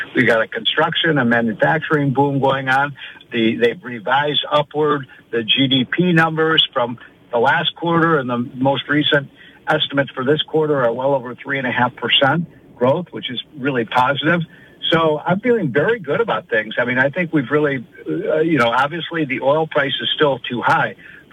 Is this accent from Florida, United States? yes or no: no; Illinois, United States; New York, New Jersey, California, my home state of Illinois, Connecticut, Massachusetts, runaway costs.